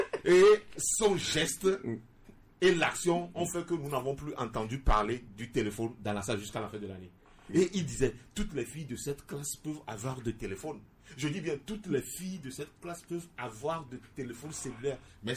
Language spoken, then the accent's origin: French; Togo; Non, je ne suis pas européen, je suis togolais.